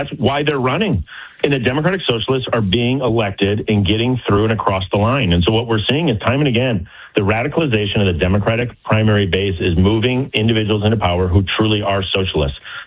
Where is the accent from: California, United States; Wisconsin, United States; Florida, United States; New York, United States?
Wisconsin, United States; It almost played out in the governor's race in my home state of Wisconsin